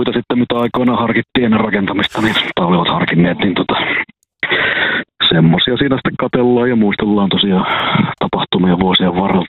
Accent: Kuopio, North Savo, Finland; Mä oon Kuopiosta, molemmat vanhemmat on Rautalammilta.

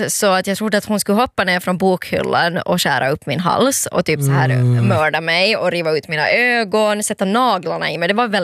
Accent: Pargas, Southwest Finland, Finland; när jag var liten, när jag var hemma i Pargas.

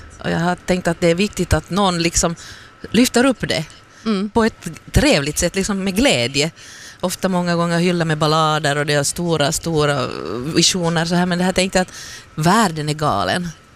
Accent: Sweden; first language Swedish; lite då svenska med tanke på att det är mitt modersmål

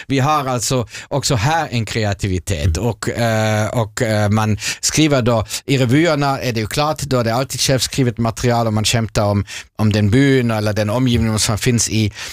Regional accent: Germany; Swedish is a second language; now in Finland; min hemland Tyskland

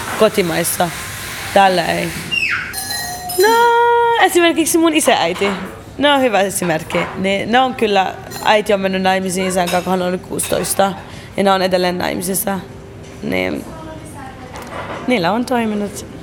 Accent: Baghdad, Baghdad Governorate, Iraq; Finnish is a second language; now in Finland; Mutta ei, mä oon Bagdadista, niin meillä ei yleensä tällainen.

